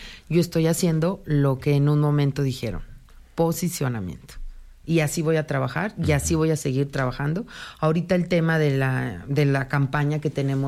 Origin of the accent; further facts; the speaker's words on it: Aguascalientes, Mexico; Que soy del barrio de San Marcos